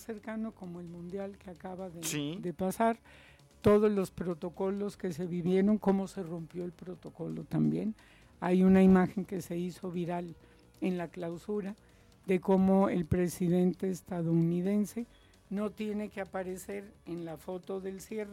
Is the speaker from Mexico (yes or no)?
yes; Mexico